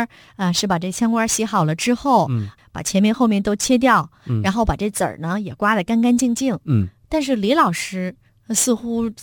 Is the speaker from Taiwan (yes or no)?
no; Northeast China, China; 因为我是东北人哈